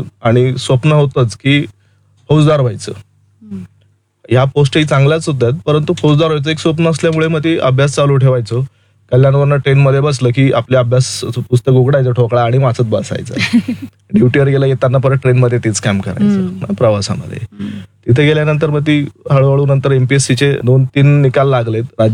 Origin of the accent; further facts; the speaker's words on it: Bhusawal, Maharashtra, India; also born or lived in Jalgaon; now in Nashik, India; माझं बालपण आणि जन्म जळगाव जिल्ह्यामध्ये भुसावळला झालेला आहे. माझं शिक्षण भुसावळला आणि जळगावला झालेलं आहे.